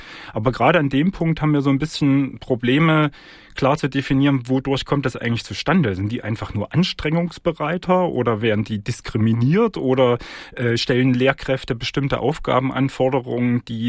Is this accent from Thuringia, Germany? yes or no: yes; Thuringia, Germany; Also ich komm selber aus Thüringen